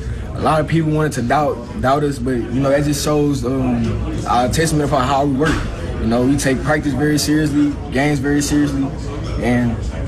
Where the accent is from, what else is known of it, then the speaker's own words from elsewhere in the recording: Texas, United States; then I'm from Texas.